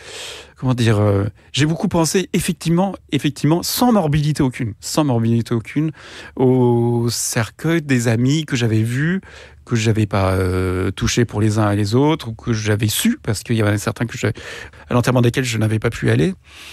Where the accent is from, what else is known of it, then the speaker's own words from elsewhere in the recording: Centre-Val de Loire, France; born there; je suis né en Indre-et-Loire, dont le numéro de département, c'est le 37.